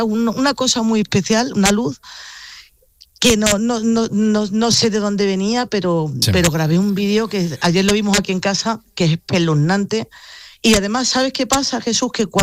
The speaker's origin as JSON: {"language": "Spanish", "town": "Granada", "region": "Andalusia", "country": "Spain", "said": "yo soy de Granada, soy una enamorada de mi tierra"}